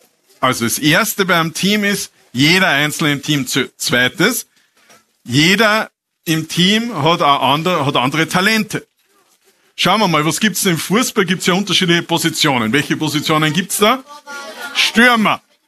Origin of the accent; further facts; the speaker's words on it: Austria; wir als Österreicher